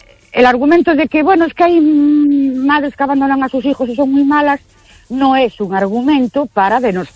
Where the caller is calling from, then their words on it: Ourense, Galicia, Spain; Buenas noches. … de Ourense.